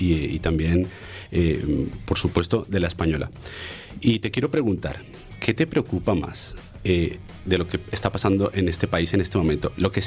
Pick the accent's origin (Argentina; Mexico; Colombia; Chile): Colombia; yo soy colombiano.